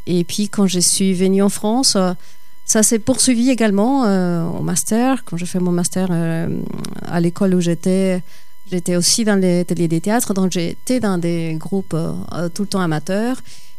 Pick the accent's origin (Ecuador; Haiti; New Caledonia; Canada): Ecuador; moved away; dans mon pays d'origine. Je suis équatorienne. Et j'étais enfant quand j'ai suivi des ateliers de théâtre encore, enfin, dans mon enfance, dans mon pays d'origine.